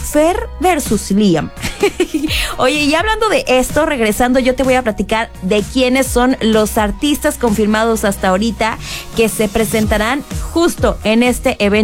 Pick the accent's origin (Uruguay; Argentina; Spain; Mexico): Mexico